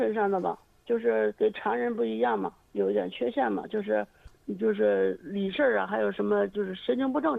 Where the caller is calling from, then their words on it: Xingtai, Hebei, China; 我是河北省，不是咱邢台威县七集镇前引村的